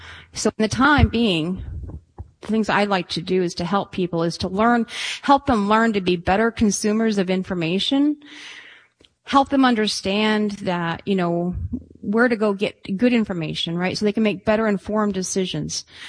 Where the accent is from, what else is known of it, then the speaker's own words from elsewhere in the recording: Minnesota, United States; I grew up in Minnesota